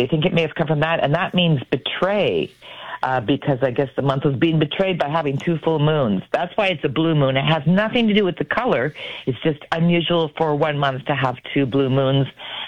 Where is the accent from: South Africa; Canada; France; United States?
Canada; Sault Ste. Marie, Ontario; now in Hamilton, Canada; Saying, you know, it's a steel town girl. I'm originally from Sault Ste. Marie, as I like to, you know, let people know.